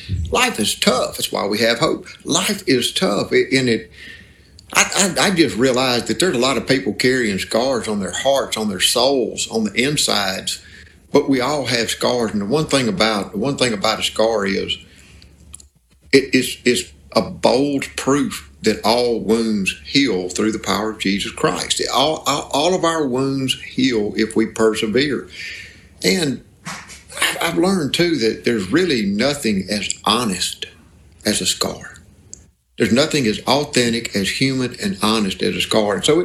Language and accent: English; Mississippi, United States; growing up in the Mississippi Delta with my granddad